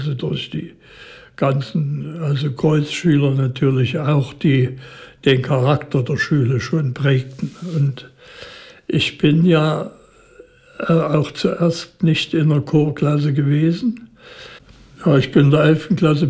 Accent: Dresden, Saxony, Germany; Und zu Maler ging man als Dresdner vielleicht nicht so häufig als zu Mozart.

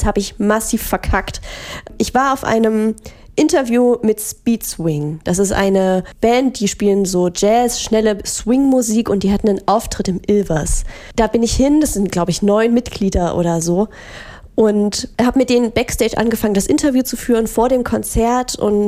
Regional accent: Crimmitschau, Saxony, Germany; Ja, genau. Ich bin aus Krimmitschau hergezogen.

